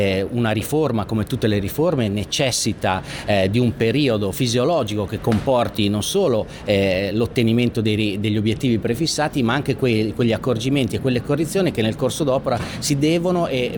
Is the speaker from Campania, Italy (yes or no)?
no; La Spezia, Liguria, Italy; Io sono di La Spezia